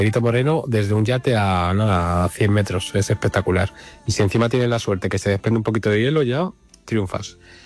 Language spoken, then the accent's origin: Spanish; Madrid, Community of Madrid, Spain; Hola, buenas. … de Madrid.